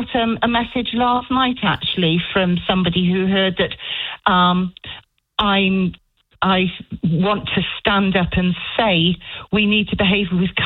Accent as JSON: {"language": "English", "region": "Scotland", "country": "United Kingdom", "accent": "English", "said": "you can hear I've got an English accent. I'm accused of being English all the time. I'm not. I'm Scottish."}